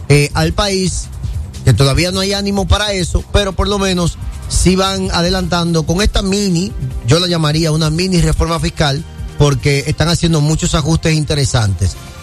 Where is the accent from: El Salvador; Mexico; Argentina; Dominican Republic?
Dominican Republic; somos todos dominicanos